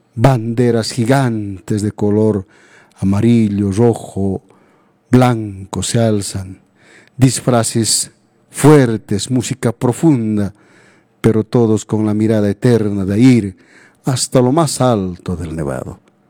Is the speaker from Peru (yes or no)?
yes; Peru; regiones de nuestra querida patria, el Perú